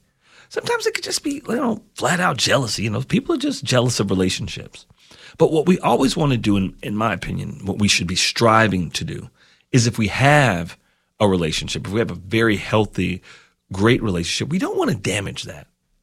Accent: Harlan County, Kentucky, United States; I'm from Harlan County.

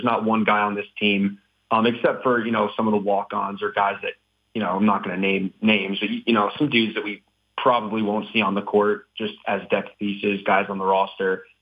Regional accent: New Jersey, United States; moved away as an adult; now in Lexington, United States; I'm still in Lexington right now. So, but I'm from New Jersey and I'm going back home for a little bit.

